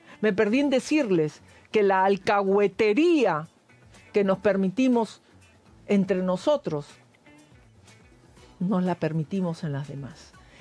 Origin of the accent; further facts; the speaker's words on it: Peru; moved away; Soy una peruana que sí, como muchísimos de nosotros, ansiamos tener nuestros años más felices en nuestra tierra